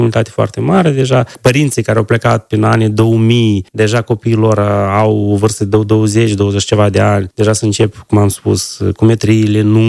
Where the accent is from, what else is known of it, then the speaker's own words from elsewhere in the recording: Moldova; moved away as an adult; now in Portugal; eu n-am uitat din unde am pornit, chiar fiind în Portugalia 24 de ani, sunt moldovean, român.